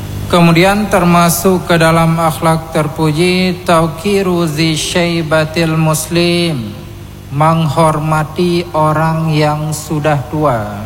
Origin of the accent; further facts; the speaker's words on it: Aceh, Indonesia; Kebiasaan kita orang Aceh itu kalau sudah diundang itu serius.